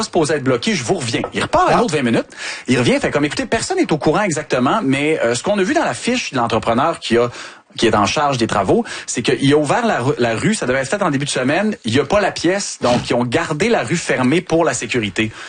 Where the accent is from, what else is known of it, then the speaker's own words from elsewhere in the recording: Quebec, Canada; Effectivement, je viens de Ville de l'Abbé.